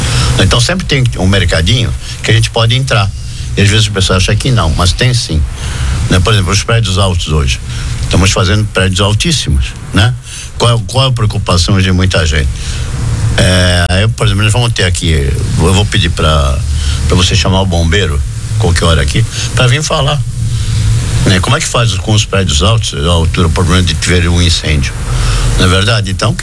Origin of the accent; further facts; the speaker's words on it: Santos, São Paulo, Brazil; moved away as an adult; now in Balneário Camboriú, Brazil; Eu sou de Santos e eu trabalhava em São Paulo, eu subia e descia